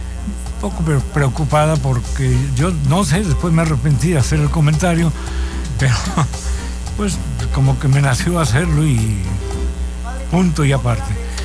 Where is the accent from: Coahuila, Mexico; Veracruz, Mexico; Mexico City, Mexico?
Veracruz, Mexico; Naolinco; moved away; allá de mi tierra, Naolinco